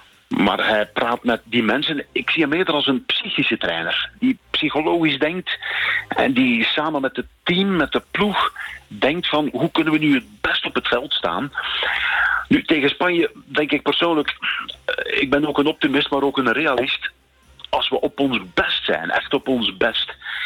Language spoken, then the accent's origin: Dutch; Ghent, East Flanders, Belgium; En ik kom ook uit de streek. Ik kom uit de streek van Gent.